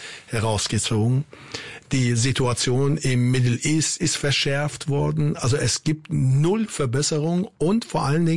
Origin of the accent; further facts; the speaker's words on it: Iran; moved away; Wir waren in der Vergangenheit als Iraner im Ausland